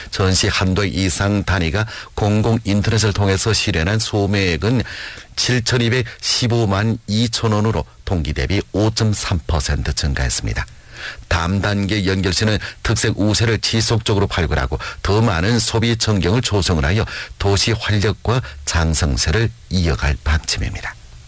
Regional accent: Yanji, Jilin, China; 저는 연길에서 왔는데 이번이 두 번째 방문입니다.

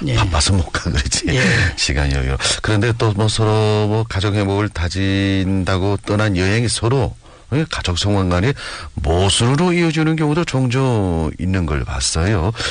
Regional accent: Yanbian, Jilin, China; born there; 우리 고향 연변의 곳을 돌아보며

